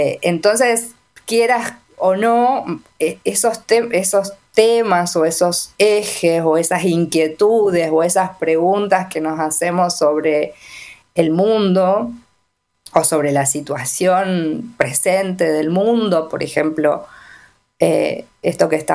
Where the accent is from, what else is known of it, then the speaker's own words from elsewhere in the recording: Villa Elisa, Argentina; yo nací, crecí en un pueblo, en Villeliza, el pueblo que nombraste antes, que ahora es una ciudad, pero en ese momento era un pueblo muy pequeño.